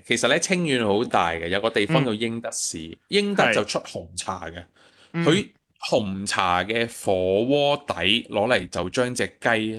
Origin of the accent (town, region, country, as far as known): Hong Kong